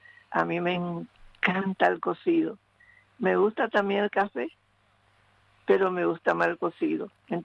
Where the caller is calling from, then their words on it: Paraguay; yo soy de Paraguay.